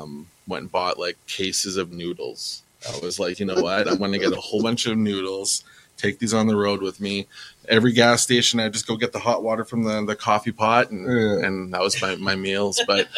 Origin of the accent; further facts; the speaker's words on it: Edmonton, Alberta, Canada; also born or lived in Buffalo Lake / Sherwood Park; In Buffalo Lake. I moved out here when I was six back to Edmonton. So I actually grew up in Elmwood, not too far from here, Calder.